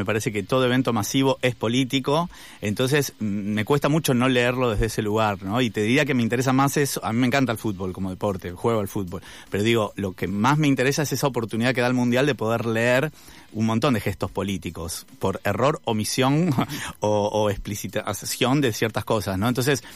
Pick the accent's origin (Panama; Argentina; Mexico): Argentina